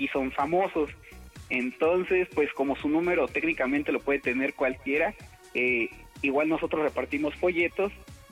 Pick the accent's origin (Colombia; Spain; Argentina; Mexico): Mexico; San Cristóbal de las Casas, Chiapas; also born or lived in Mexico City; Es que a mi mamá le ofrecieron trabajo y pues nos trajo.